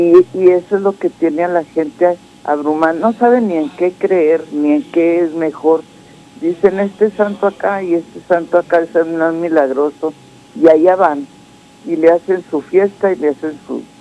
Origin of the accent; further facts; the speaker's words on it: Ciudad Juárez, Chihuahua, Mexico; now in United States; ahí vamos con la edad, porque yo nací en Juárez